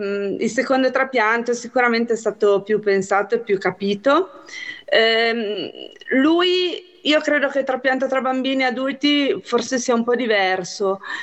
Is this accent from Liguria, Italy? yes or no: yes; Liguria, Italy; now in Varazze, Italy; a Varazze, dove viviamo, tennis anche, nuoto, diciamo che essendo liguri